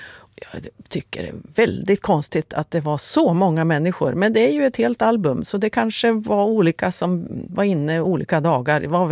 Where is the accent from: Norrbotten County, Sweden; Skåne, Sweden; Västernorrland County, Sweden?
Västernorrland County, Sweden; Sundsvall; här i Sundsvall som är min hemstad. Nära Sveriges geografiska mitt är det faktiskt.